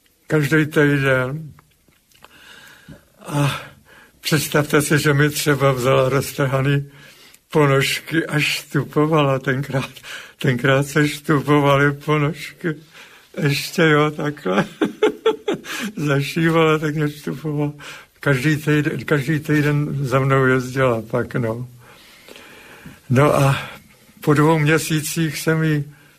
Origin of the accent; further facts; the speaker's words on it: Prague, Czechia; tam blízko, co já jsem prožil to dětství, na Kačerově sídliště